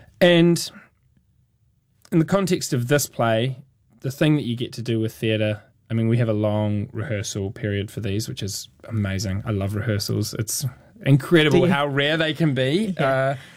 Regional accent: Christchurch, Canterbury, New Zealand; I'm from Christchurch, but, you know, I have family friends who are farmers, and we spend a lot of our time in, like, rural Otago and places like that.

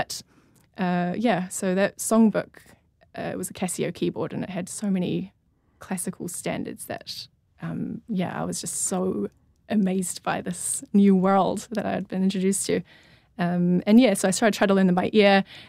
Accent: Wellington, New Zealand; so I grew up in Tawa

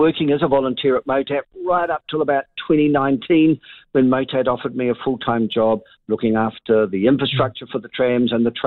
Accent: Auckland, New Zealand; I grew up in Auckland when it had trolley buses.

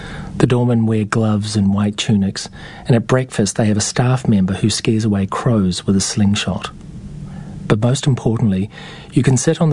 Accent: New Zealand; now in Australia; As a Kiwi who lives in Australia

